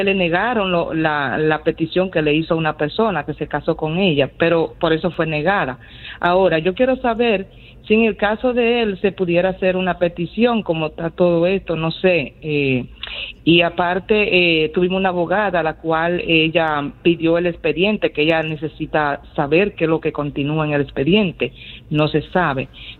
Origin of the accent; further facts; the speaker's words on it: Dominican Republic; now in United States; entonces yo soy dominicana, ciudadana americana.